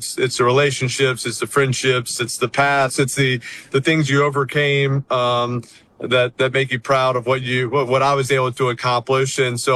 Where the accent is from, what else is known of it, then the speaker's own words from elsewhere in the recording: New Orleans, Louisiana, United States; I grew up in New Orleans. I knew what a parade was. I've kind of seen Mardi Gras and thought that was crazy.